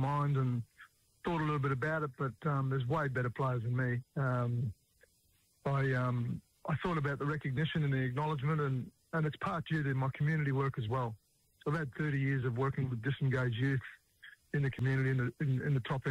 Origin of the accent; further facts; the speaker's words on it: Northern Territory, Australia; But I was actually born and raised on Larrakia country in the Northern Territory. But that's where my grandmother originates from.